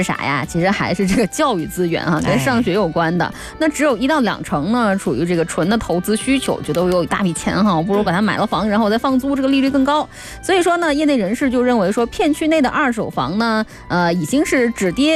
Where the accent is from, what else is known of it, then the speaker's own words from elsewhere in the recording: Northeast China, China; 我是东北人，我是知道我们那儿的豆子是多么优质的豆子。